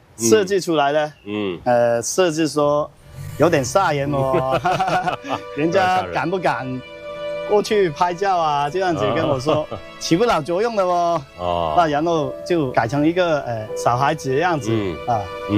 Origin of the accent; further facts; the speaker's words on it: Shunde, Guangdong, China; 我们本土的那个土生土长的顺德人啊，其实也比较讲究